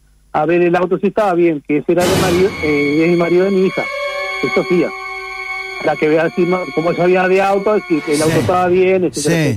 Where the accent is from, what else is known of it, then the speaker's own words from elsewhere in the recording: Uruguay; A ver, somos uruguayos y nos matamos trabajando.